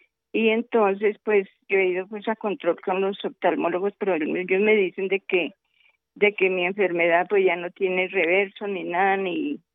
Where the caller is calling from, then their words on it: Bogotá, Colombia; De acá, de Bogotá.